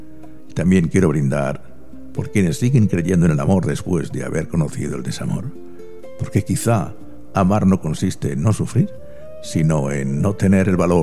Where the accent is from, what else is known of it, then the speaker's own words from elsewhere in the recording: Cartagena, Region of Murcia, Spain; Cartagena, mi tierra 90.1.